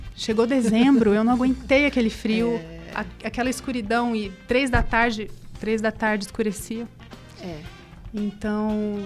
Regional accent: Londrina, Paraná, Brazil; moved away as an adult; also born or lived in London / São Paulo; Eu sou de Londrina, então eu sempre... Vivi com minha mãe, meu pai, muito perto da família, né?

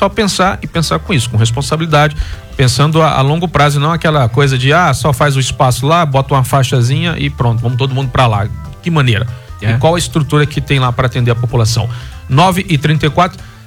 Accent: Northeast Brazil, Brazil; moved away; also born or lived in Maceió, Alagoas; eu sou do Nordeste, das cabritas.

